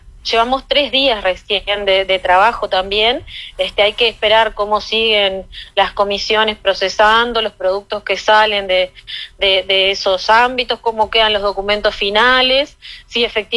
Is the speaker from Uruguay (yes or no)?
yes; Uruguay